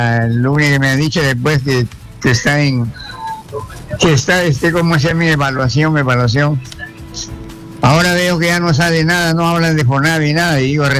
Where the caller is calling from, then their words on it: La Libertad, Peru; soy de La Libertad.